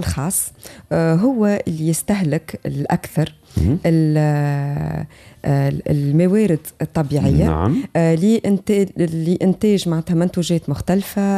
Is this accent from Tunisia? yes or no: yes; Tunisia